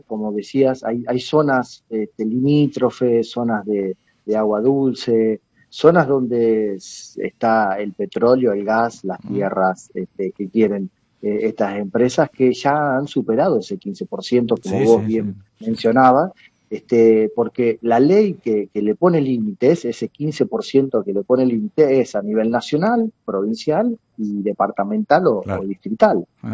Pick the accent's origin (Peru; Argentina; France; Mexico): Argentina